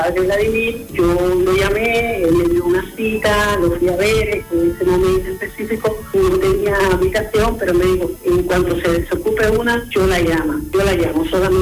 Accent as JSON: {"language": "Spanish", "country": "Cuba", "lives_now": "Spain", "said": "somos varias familias cubanas que vivimos acá y también somos una gran familia."}